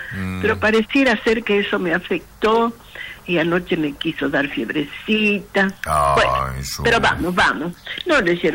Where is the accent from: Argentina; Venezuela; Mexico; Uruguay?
Argentina; somos argentinos todos los días.